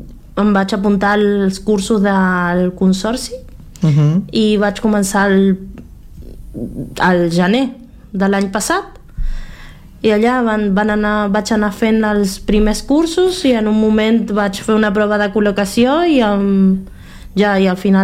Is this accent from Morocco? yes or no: no; Argentina; Catalan is a second language; moved away as an adult; now in Catalonia, Spain